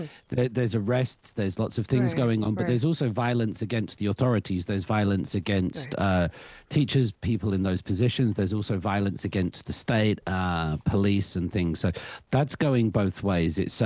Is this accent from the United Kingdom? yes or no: yes; England, United Kingdom; As an Englishman, I will speak the king's.